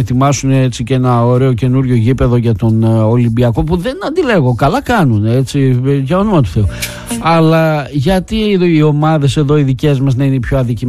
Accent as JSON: {"language": "Greek", "country": "Greece"}